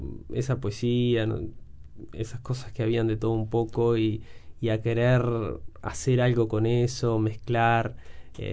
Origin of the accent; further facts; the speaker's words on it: San Ramón, Canelones, Uruguay; also born or lived in Montevideo; Yo me crié en San Ramón. Viví hasta los 16 años. Después viví un tiempo en Montevideo. Después volví. Y hace ahora 8 años que me hice una casa en el campo, como unos... Está a 15 kilómetros de San Ramón y vivo ahí.